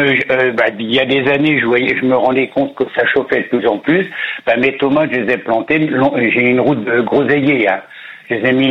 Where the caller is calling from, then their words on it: Château-Thierry, Hauts-de-France, France; je suis sur la région de Château-Thierry.